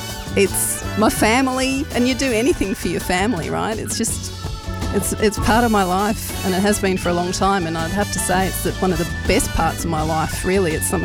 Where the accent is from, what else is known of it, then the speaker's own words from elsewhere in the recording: Tasmania, Australia; moved away; Like I'm from Tassie originally, and when I moved here